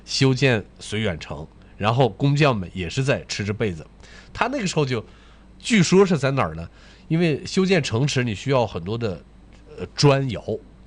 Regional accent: Hohhot, Inner Mongolia, China; 然后到了我们当时规划城，我们规划城的是公元1572年建的城，

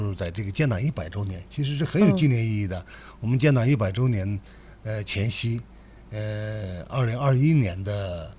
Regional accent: Inner Mongolia, China; moved away; 因为我从小就在牧区长大，因为我就从牧区出来的，对这个牧区的需求情况比较了解，

